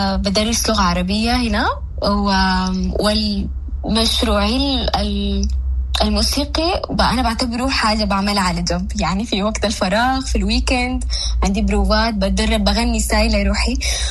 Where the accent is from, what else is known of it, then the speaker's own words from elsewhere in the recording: Saudi Arabia; born there; أنا مولودة في السعودية، ويعني كنت بحكم البعد الجغرافي كنت برضو بعيدة من الثقافة موسيقيا على الأقل إلى حد ما.